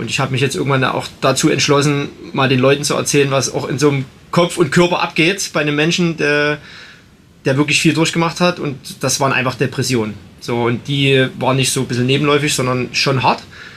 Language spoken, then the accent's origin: German; Belgium; ich bin als Belgier auf Nummer 1 ins Ziel gekommen